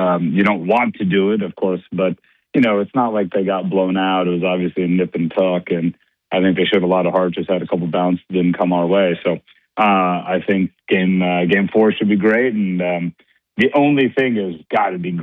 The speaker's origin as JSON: {"language": "English", "region": "Midwest", "country": "United States", "tie": "born or raised there", "also_born_or_lived": "Kansas", "moved": "as an adult", "lives_now": "New York, United States", "said": "I was raised in the Midwest."}